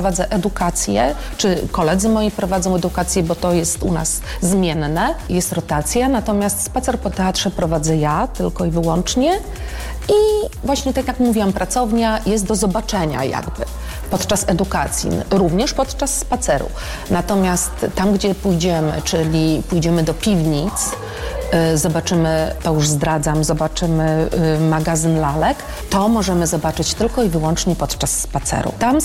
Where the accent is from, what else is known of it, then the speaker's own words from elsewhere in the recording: Białystok, Podlaskie Voivodeship, Poland; moved away as an adult; now in Olsztyn, Poland; Pochodzę z Białegostoku.